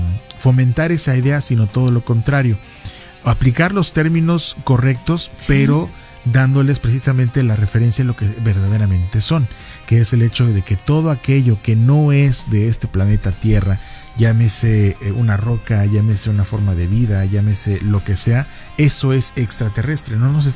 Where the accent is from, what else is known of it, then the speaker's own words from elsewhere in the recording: Mexico; Claro, como mexicano me atrevería a ligarlo a una maravilla del mundo, ¿no?